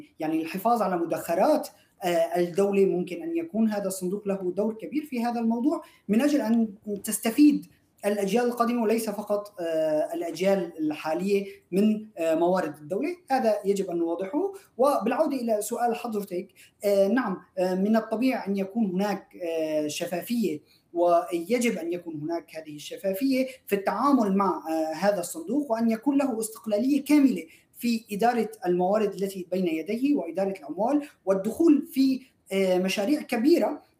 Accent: Syria; now in Aleppo, Syria; نحن كشعب سوري

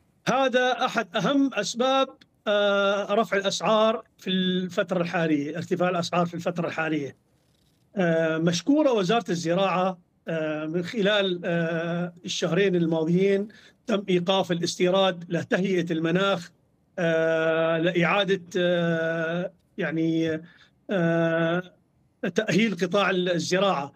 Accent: Syria; عندنا في سوريا

